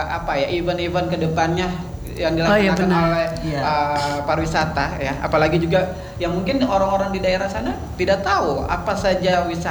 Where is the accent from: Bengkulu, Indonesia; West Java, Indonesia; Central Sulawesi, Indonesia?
Central Sulawesi, Indonesia; Sigi; Saya juga orang Sigi. Saya bangga di Sigi